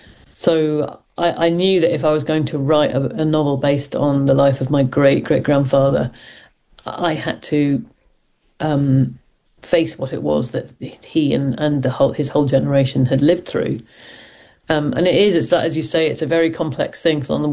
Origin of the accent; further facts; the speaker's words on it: Ireland; now in United Kingdom; And it wasn't that easy really being Irish in Britain then.